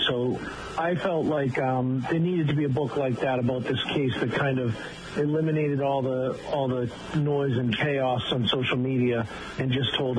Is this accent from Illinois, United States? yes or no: no; Brockton, Massachusetts, United States; I grew up in Brockton